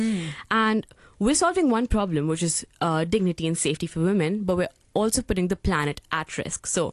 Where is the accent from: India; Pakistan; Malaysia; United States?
India; North India; So I grew up in India. And I think growing up, especially in the north region of India, especially, for us, smog and winter is slightly the same thing.